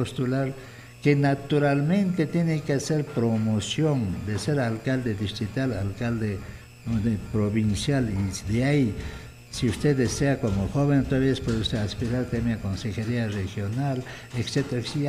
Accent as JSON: {"language": "Spanish", "town": "Acomayo", "region": "Cusco", "country": "Peru", "said": "mi tierra, de Acomayo"}